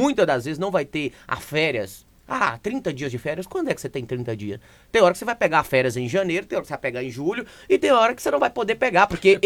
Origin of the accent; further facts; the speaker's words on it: Goiás, Brazil; also born or lived in Mato Grosso; Ah, eu sou do Goiás, de casa, mas eu me formei em Sorriso, Mato Grosso. E já estou 6 anos no Goiás, morei 6 anos no Mato Grosso, mas sou uma mistura de paulista com baianos e mineiros.